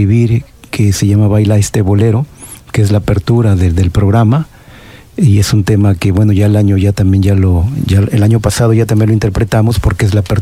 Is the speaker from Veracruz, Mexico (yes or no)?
yes; Veracruz, Mexico; Ya ves que yo soy de Veracruz, entonces toda esa zona se escuchaba la música cubana.